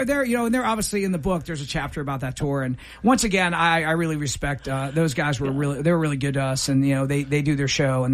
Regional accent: Columbus, Ohio, United States; we grew up in Columbus, Ohio, right?

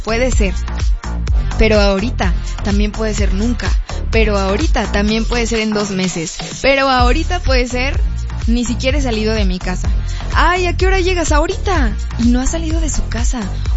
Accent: Mexico; hoy somos mexicanos, hoy siempre

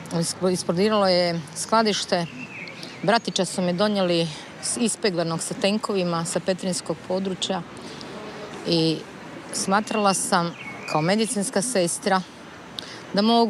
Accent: Ogulin, Karlovac County, Croatia; Ja sam rodom iz Ogulina.

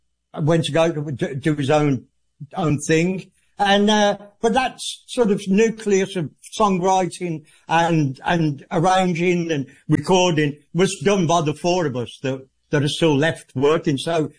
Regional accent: Birmingham, West Midlands, United Kingdom; Birmingham, my hometown

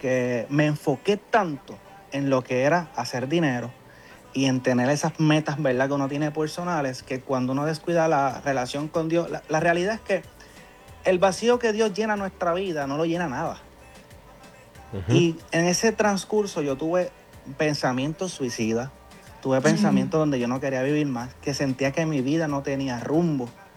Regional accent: Puerto Rico; soy boricua.

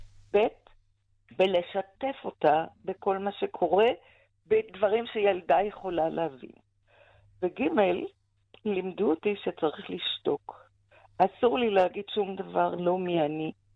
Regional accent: Ra'anana, Central District, Israel; also born or lived in Bnei Brak; גדלתי כשהייתי בת 7, שרובים מחודנים של הבריטים הופנו לראש שלי. אז באמת מה כבר יכול לקרות? ואחר כך עזבנו את רעננה ועברנו לבני ברק, ושם חוויתי את אלטלנה.

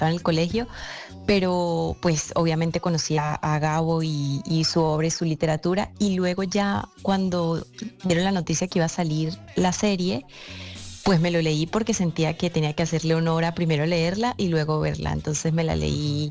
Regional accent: San Cristóbal, Táchira, Venezuela; Claro, es que yo soy de San Cristóbal, que es frontera con Colombia, con Cúcuta.

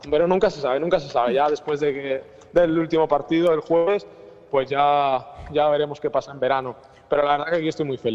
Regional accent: Alicante, Valencian Community, Spain; born there; Yo soy originario de Alicante, pero bueno, toda mi familia es de Palmira, al completo, soy el único que ha nacido fuera.

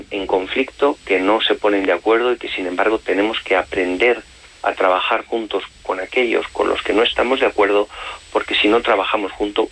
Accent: Villamediana de Iregua, La Rioja, Spain; que me llaméis de La Rioja, que me siento muy orgulloso de llevar siempre el nombre de La Rioja, de mi pueblo, de Villamediana, allí donde voy.

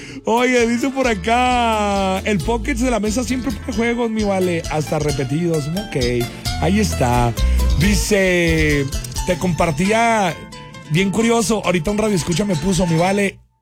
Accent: Mexico; Así somos los mexicanos escandalosos.

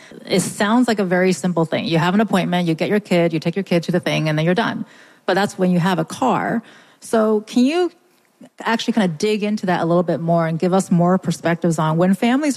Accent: California, United States; moved away as an adult; also born or lived in New Jersey; I'm originally from California. And when my husband and I moved to the East Coast, we were in New Jersey first.

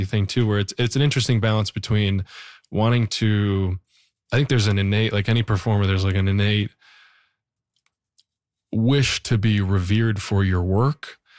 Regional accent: Canada; oh, I'm Canadian to the bones. I'm very proud.

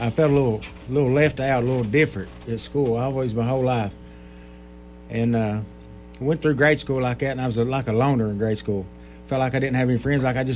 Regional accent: Floyd County, Kentucky, United States; Well, I grew up in Floyd County in Kentucky. I grew up in a place called Arkansas Creek. You know, my life was just an average life as a child, I guess. I grew up in where we lived up in a holler.

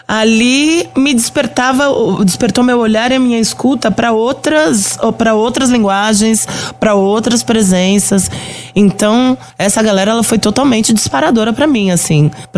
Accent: São Lourenço, Minas Gerais, Brazil; Mas na infância, como eu cresci em São Lourenço, eu cresci em Minas. Então eu não tava junto diretamente. As minhas primeiras memórias é junto, porque eu era pequena, mas eu fui pra Minas com 3.

